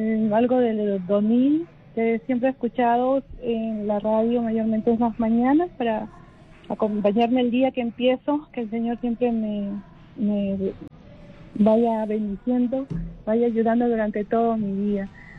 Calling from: Trujillo, La Libertad, Peru; soy de Trujillo.

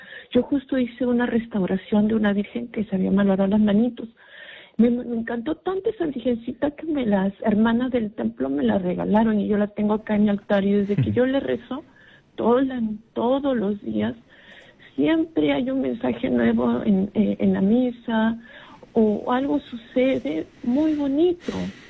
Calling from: Lima, Peru; Hablo de San Juan de Miraflores.

